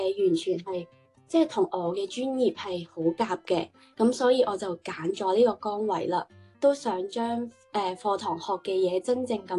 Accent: Macau; 我来自澳门，今年六月份先啱啱系暨南大学体育教学专业毕业。

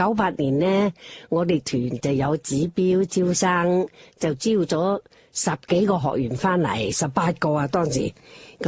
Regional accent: Foshan, Guangdong, China; born there; moved away; 因为我系佛山人。我南海出世啊，佛山啊嘛

